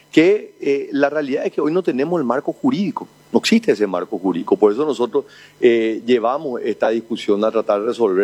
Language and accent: Spanish; Paraguay; Geográficamente nosotros somos del tamaño de Alemania, Pero tenemos una población que es el 10% nomás de Alemania.